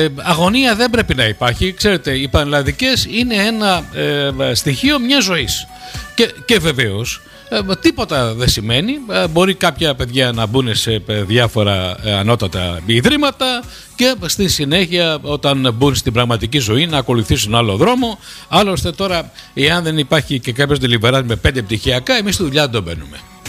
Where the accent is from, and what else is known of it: Greece